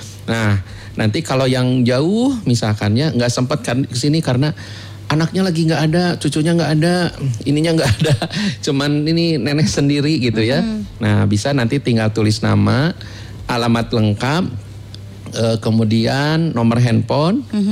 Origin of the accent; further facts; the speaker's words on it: Bandung, West Java, Indonesia; Saya orang Bandung, saya cinta orang Bandung.